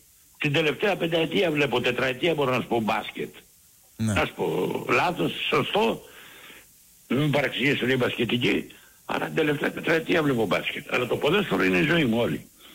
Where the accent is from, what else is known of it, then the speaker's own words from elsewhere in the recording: Peloponnese, Greece; επειδή είμαι και Λάκωνας να είναι από την πατρίδα μου.